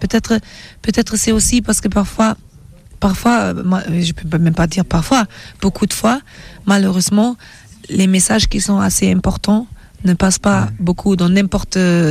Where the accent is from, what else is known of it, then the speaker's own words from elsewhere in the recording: Germany; J'aime les bretzels aussi, parce que j'ai grandi en Allemagne